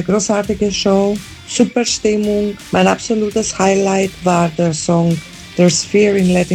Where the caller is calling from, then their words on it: Vienna, Austria; Hallo Rockantenne … aus Wien und gerade vom … Konzert nach Hause gekommen.